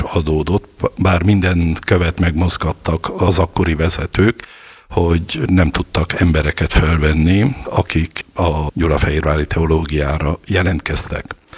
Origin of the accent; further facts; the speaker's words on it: Ghelința, Covasna, Romania; moved away; also born or lived in Alba Iulia / Rome; a háromszéki Kovászna megyei Gelencén születtem. Hát a gyermekéveim szülőfalumban teltek el, ahol szintiszta katolikus székelyfaluról lévén szó